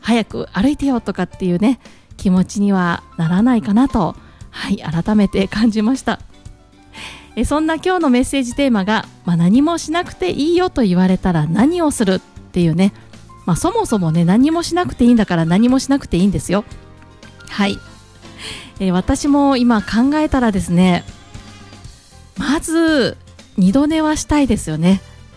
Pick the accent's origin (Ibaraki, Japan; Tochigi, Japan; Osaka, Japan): Osaka, Japan; moved away; 私もともと大阪出身でですね、大阪でよくラジオを聞いてたんですけれども